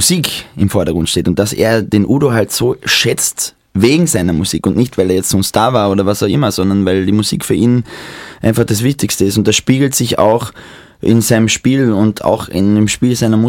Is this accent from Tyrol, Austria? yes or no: no; Maria Saal, Carinthia, Austria; Das war nur zuerst ganz bei mir am Land, wo ich herkomme, in Mariasaal, also am Fuße von Magdalensberg, und dann in Klagenfurt und im Dezember.